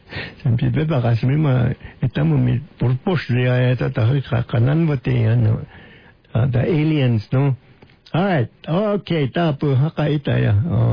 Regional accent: Yantukyovi, Arizona, United States; Yantukyovi, that's my hometown, Yantukyovi.

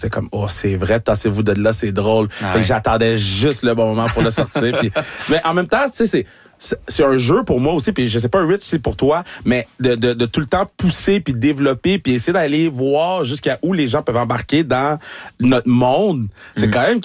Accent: Laval, Quebec, Canada; ça me rappelle Montréal ou ça me rappelle Laval parce que je viens de Laval à Valourien puis faut toujours représenter

